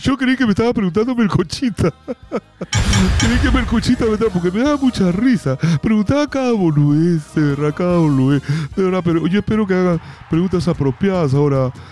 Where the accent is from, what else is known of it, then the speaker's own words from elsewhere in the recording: Argentina; Para tu información, soy argentino.